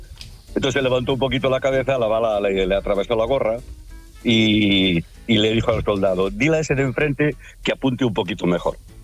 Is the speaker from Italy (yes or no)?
no; Galicia, Spain; Bueno, yo soy gallego, Franco era gallego, ya sabéis.